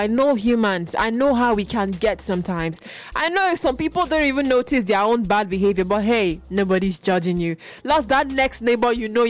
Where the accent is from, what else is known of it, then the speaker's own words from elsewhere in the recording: Nigeria; as a Nigerian